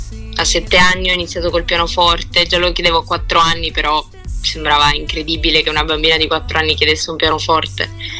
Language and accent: Italian; Lecce, Apulia, Italy; sono salentina.